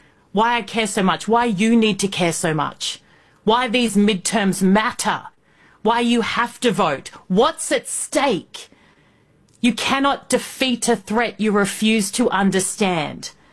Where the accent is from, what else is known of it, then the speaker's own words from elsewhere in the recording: Australia; Yes, I'm an Aussie, but I make a show, the … Show, that is for America